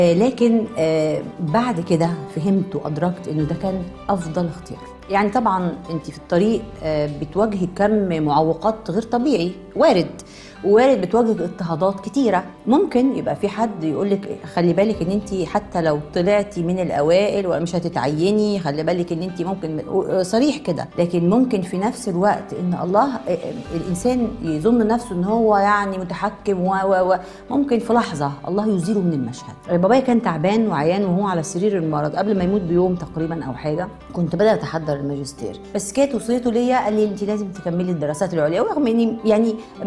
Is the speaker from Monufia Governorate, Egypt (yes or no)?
no; Minya, Minya Governorate, Egypt; moved away; لأن أنا جاية من المنيا يعني مش من القاهرة،